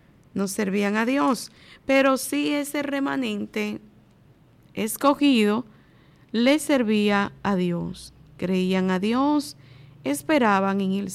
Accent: Dominican Republic

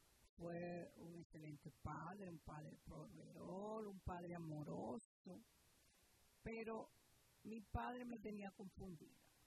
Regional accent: Dominican Republic; en mi país dominicano le dicen colmado

